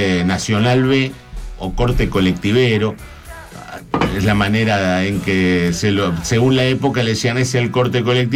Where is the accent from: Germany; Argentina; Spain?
Argentina; Villa Gobernador Gálvez, Santa Fe; porque tuve la suerte que en mi adolescencia, en Gálvez, Novilla Gobernador Gálvez, tuvimos una competencia de boliches